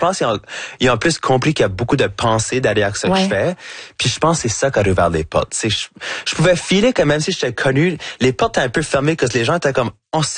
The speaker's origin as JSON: {"language": "French", "region": "New Brunswick", "country": "Canada", "accent": "Chiac", "said": "faire tout ce que je fais avec mon accent, avec mon chiac. Pour moi, c'est comme, ah ben c'est bien plus fun, parce que là, tout d'un coup, je peux comme apporter l'Acadie avec moi partout où j'y vais."}